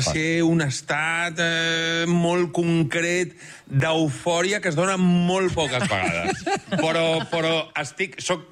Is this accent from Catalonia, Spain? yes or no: yes; L'Hospitalet de Llobregat, Catalonia, Spain; Jo sóc de l'Hospitalet, vull dir, ens reconeixem.